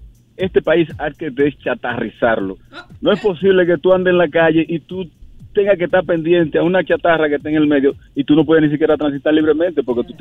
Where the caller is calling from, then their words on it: Santiago de los Caballeros, Santiago, Dominican Republic; Estoy llamando desde Santiago de los Caballeros.